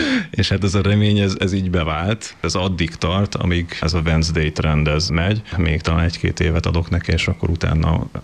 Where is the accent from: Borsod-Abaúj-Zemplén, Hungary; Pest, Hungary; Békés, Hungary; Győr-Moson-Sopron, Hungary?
Győr-Moson-Sopron, Hungary; Győr; moved away as an adult; now in Székesfehérvár, Hungary; én győri vagyok, Győrben születtem, és én ide költöztem, kedvesem ez a lakást. A szerelem hozott végül is ide Székesfehérvárra